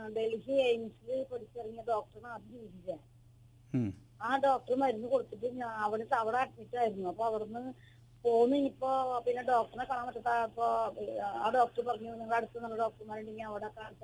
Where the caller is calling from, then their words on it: Koratty, Kerala, India; വീട് കൊരട്ടി, അതാണ് തിരുമുടിക്കുന്ന.